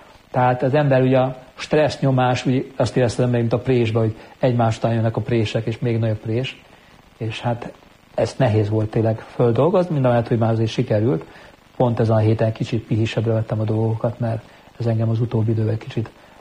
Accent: Budapest, Hungary; Tehát én budapesti lévén

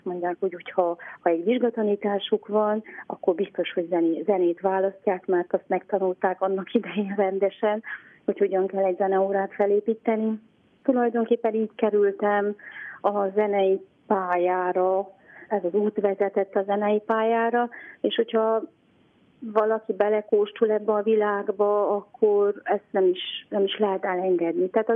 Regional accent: Romania; nem kaptam karácsonyi pénzt, mert román vagyok, nem kaptam kollégiumi pótlékot, mert román vagyok

